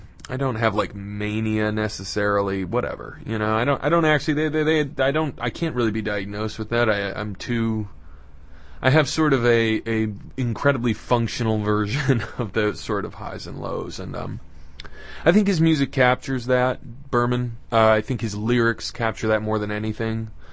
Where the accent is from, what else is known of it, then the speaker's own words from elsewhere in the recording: New York City, New York, United States; where I grew up in Park Slope.